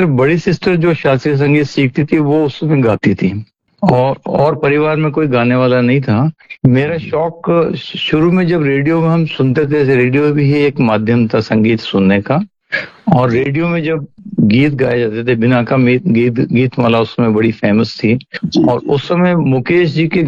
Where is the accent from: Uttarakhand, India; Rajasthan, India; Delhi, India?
Rajasthan, India; Bundi; जी, मेरा बचपन बूंदी में शुरुआत में बीता। बचपन साधारण था, संस्कारों से भरा हुआ था।